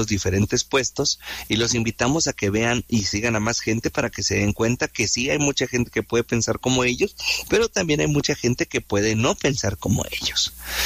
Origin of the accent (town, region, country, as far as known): Mexico